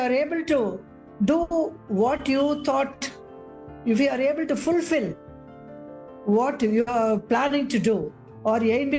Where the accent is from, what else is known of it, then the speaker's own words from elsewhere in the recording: India; I am an Indian.